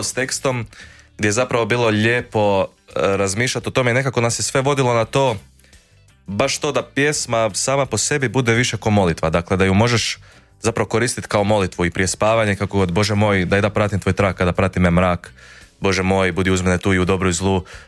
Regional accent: Voloder, Sisak-Moslavina County, Croatia; mi živimo u Voloderu, iz Volodera smo oboje, živimo 5 minuta autom jedan od drugog

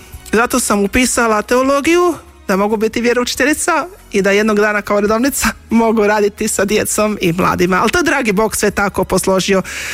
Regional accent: Sisak, Sisak-Moslavina County, Croatia; Rođena sam u Sisku, gdje sestre milosrdnice djeluju dugi niz godina.

